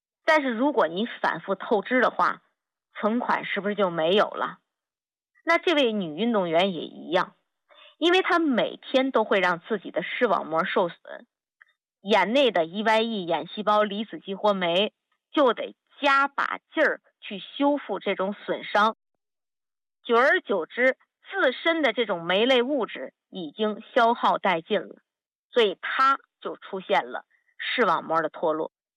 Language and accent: Chinese; China; 因为我们中国人的食疗讲究的是以形补形，吃肝补肝